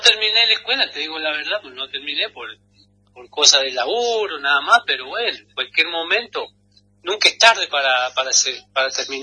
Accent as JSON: {"language": "Spanish", "region": "Mendoza", "country": "Argentina", "tie": "born or raised there", "said": "Yo vengo del Payún Matrú"}